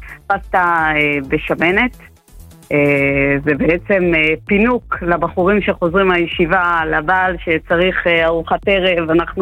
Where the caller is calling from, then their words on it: Petah Tikva, Central District, Israel; פתח תקווה.